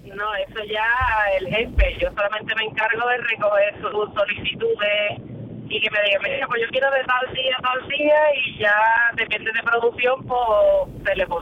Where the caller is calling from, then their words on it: Jerez de la Frontera, Andalusia, Spain; unos 30 y muchos. De Jerez a Puerto Real